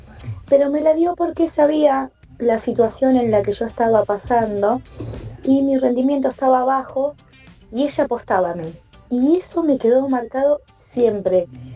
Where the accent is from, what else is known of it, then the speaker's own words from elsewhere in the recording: San Justo, Buenos Aires Province, Argentina; born there; Hola Radio Latina … de San Justo.